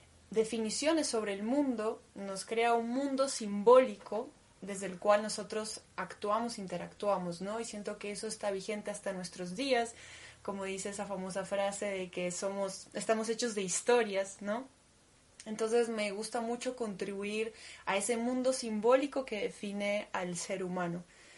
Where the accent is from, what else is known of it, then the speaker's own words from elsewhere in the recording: Argentina; first language Russian; Spanish is a second language; moved away as an adult; Digamos que yo a mis 21 años me fui de mi país. Yo crecí en Argentina, en el seno de una familia rusa.